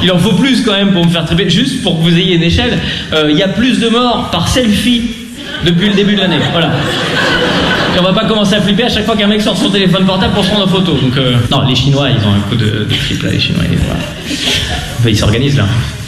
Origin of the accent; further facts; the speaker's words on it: Lausanne, Vaud, Switzerland; Moi, je viens de Lausanne. Les girons, c'est pour les bouseux, donc... À Lausanne, il n'y a pas de giron.